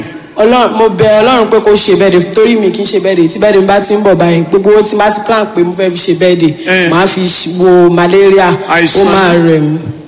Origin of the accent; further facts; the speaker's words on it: Ilesa, Osun, Nigeria; Mo wá láti Olómi Iléṣẹ́.